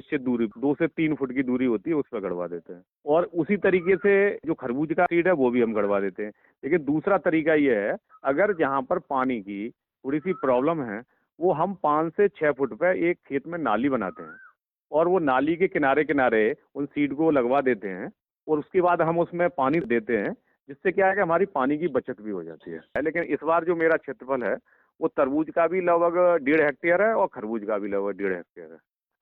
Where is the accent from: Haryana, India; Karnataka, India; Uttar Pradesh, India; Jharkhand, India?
Uttar Pradesh, India; Firozabad; गांव की ठोत फिरोजाबाद का रहने वाला हूँ।